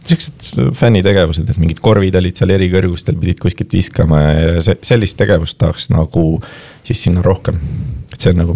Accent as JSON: {"language": "Estonian", "town": "Kilingi-Nõmme", "region": "Pärnu County", "country": "Estonia", "said": "No ma olen sellisest kohast pärit nagu Kilinginõmme. See on siis väike Pärnuma linn"}